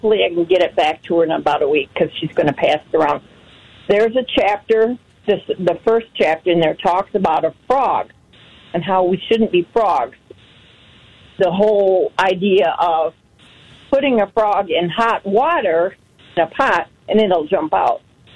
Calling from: Michigan, United States; I'm from Michigan

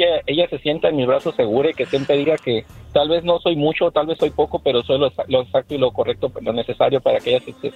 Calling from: Cuisillos, Jalisco, Mexico; soy Jalisco, lo has oído mucho, Cuisillos.

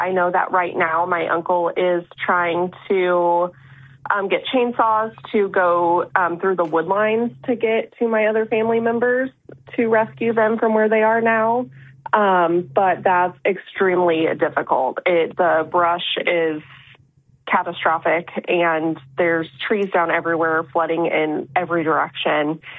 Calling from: Hillsboro, Missouri, United States; I'm removed from it. I'm in Hillsboro, Missouri.

